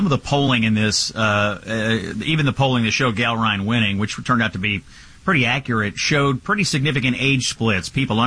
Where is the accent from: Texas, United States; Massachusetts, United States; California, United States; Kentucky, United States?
Kentucky, United States; I guess I'll start here in my home state of Kentucky.